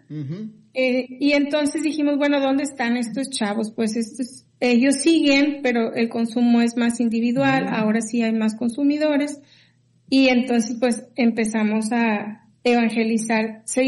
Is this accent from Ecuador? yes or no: no; San Nicolás de los Garza, Nuevo León, Mexico; Mi familia, pues crecimos en San Nicolás, okay. Después nos cambiamos por el Poniente